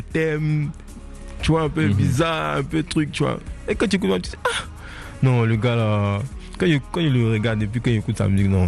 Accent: Bobo-Dioulasso, Hauts-Bassins, Burkina Faso; moi j'ai grandi à Bobo. À Bobo, c'est un peu le Bronx, tu vois, c'est un peu le ghetto

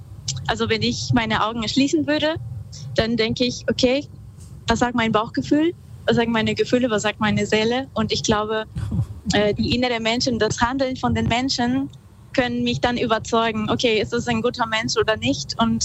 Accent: northern Peru, Peru; Ich bin ein bisschen nördlich, komme ursprünglich aus Peru. Ich bin im Norden von Peru aufgewachsen und da gab es ja viel Natur

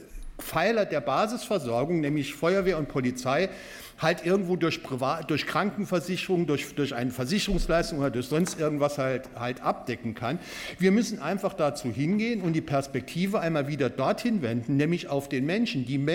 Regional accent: Neunkirchen, Saarland, Germany; Ich bin ja auch einer der wenigen hier im Plenum, die aus Neuenkirchen stamme, die gebürtiger Neuenkirchener sind

